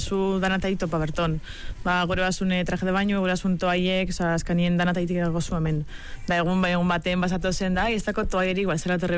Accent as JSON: {"language": "Basque", "town": "Bermeo", "region": "Basque Country", "country": "Spain", "said": "Ni bermiotarra."}